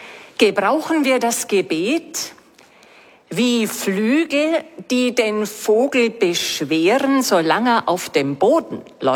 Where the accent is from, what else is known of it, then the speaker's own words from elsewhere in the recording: Bavaria, Germany; born there; moved away; als gebürtige Diözesanin von Augsburg